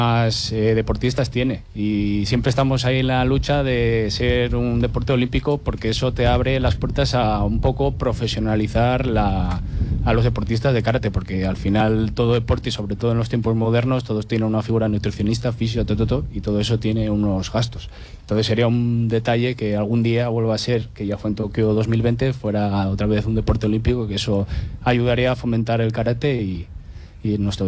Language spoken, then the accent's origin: Spanish; Asturias, Spain; moved away; yo he de decir que soy asturiano, que he venido aquí desde el 2021